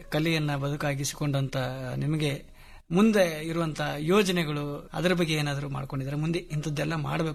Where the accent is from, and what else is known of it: Kalaburagi, Karnataka, India